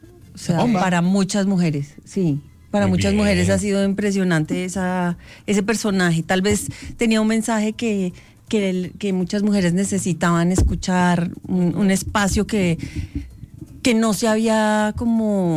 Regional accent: Medellín, Antioquia, Colombia; also born or lived in Cali, Colombia; now in Bogotá, Colombia; En Medellín. Y luego he vivido 30 y pico años aquí en Bogotá. Me siento muy bogotana.

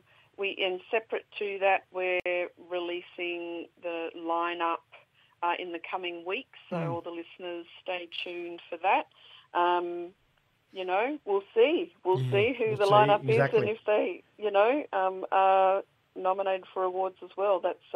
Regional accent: Alice Springs, Northern Territory, Australia; born and bred in Mbantua, Alice Springs, Central Desert. Mob that way from mother's country, then yes. Father's way is Murning, far west coast of South Australia. Place called Coonabar Mission there.

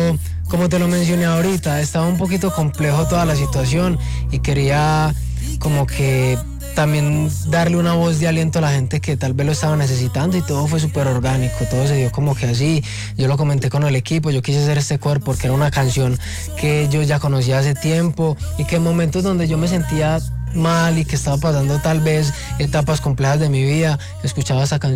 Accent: Pereira, Risaralda, Colombia; empiezo a ver que Pereira, pues que es mi tierra, sufrió graves afectaciones. Inmediatamente yo me preocupo porque yo soy de Pereira y toda mi familia vive en Pereira.

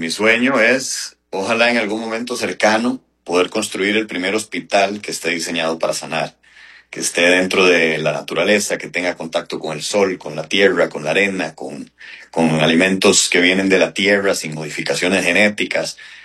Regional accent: Costa Rica; estamos muy orgullosos de ser costarricenses

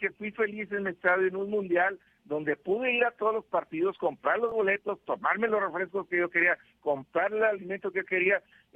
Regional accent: Mexico; Somos mexicanos, estamos con la selección

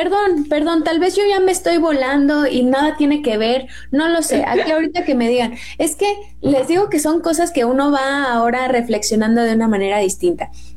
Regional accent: Mexico; born there; soy mexicana, porque soy mexicana de nacimiento y de corazón y de todo

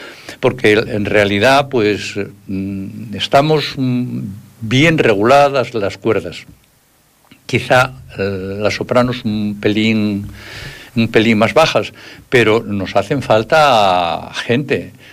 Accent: Piloña, Asturias, Spain; que cada vez somos menos de Piloña

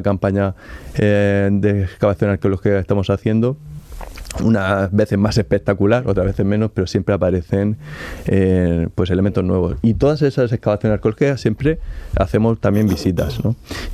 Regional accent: Monteagudo, Spain; y yo soy de allí, de Monteagudo, uh-huh. soy del pueblecito de La Cueva

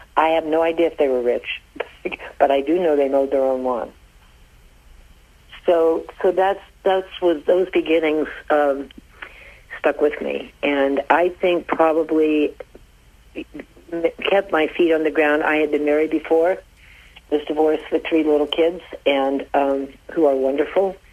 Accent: Medina, Ohio, United States; also born or lived in Alliance / Palm Beach; now in Tallahassee, United States; I'm from a small town in Ohio. I grew up in Medina. I was raised in Alliance and born in Alliance and spent some time there, but really raised in Medina, went to high school there, and love being from a small town.

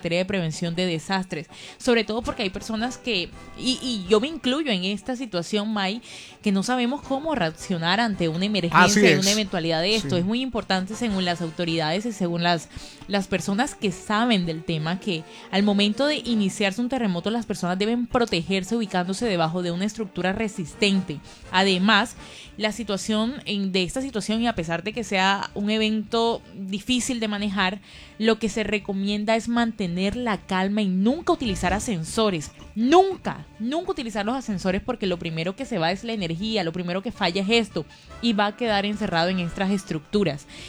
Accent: Colombia; Como colombianos vamos a salir de esta

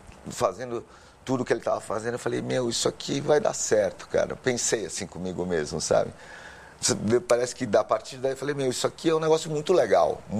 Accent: Brazil; Sou brasileiro, um nipo brasileiro, me autodefino como amarelo.

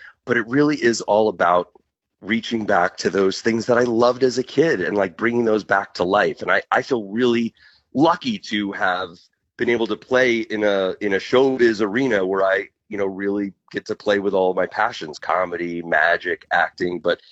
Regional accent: Long Island, New York, United States; now in Los Angeles, United States; I'm from Long Island, New York. I moved to Los Angeles

